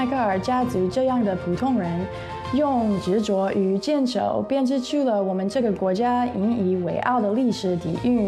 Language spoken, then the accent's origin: Chinese; Florida, United States; 一名在美国出生长大的00后。这个星期，美国迎来250岁生日，我们在首都华盛顿和我的家乡佛罗里达采访了一些不同时代的路人